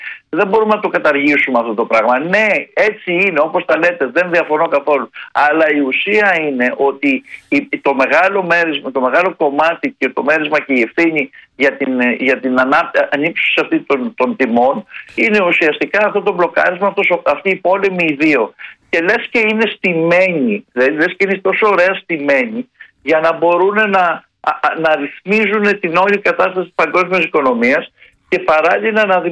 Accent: Greece; επειδή εμείς είμαστε σαν Έλληνες έμποροι

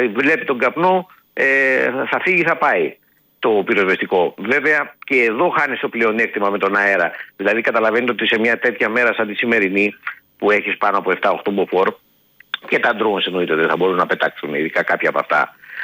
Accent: Greece; σαν Έλληνες πολίτες

